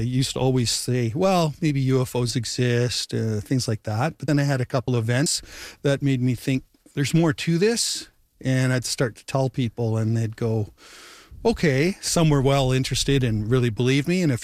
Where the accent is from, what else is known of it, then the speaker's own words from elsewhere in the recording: Winnipeg, Manitoba, Canada; now in Gimli, Canada; I'm from Winnipeg. My wife was originally from Toronto, and we've retired to Gimli.